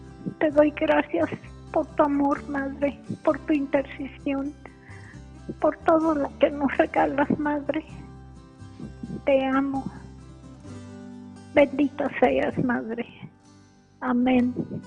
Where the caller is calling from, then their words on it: Guadalajara, Jalisco, Mexico; De aquí, de Guadalajara.